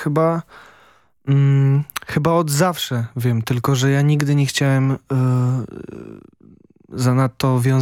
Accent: Silesian Voivodeship, Poland; accent: Silesian; Pochodzę jeszcze spod Wodzisławia.

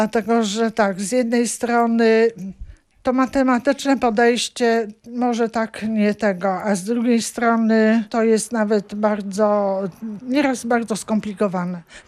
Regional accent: Puck, Pomeranian Voivodeship, Poland; typową Kaszubką. Mój dziadek urodził się w Pucku, mój ojciec urodził się w Pucku, ja się urodziłam w Pucku, my jesteśmy wszyscy od urodzenia razem z mężem Puczczanami. Tu mieszkamy

